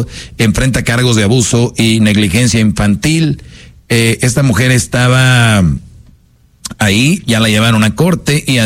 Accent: Monterrey, Nuevo León, Mexico; yo de niño en Monterrey sí jugábamos con eso

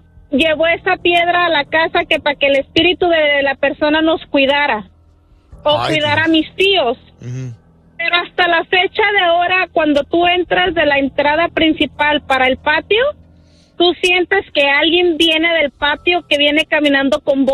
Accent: Guadalajara, Jalisco, Mexico; yo soy de Guadalajara y arriba mis Chivas.

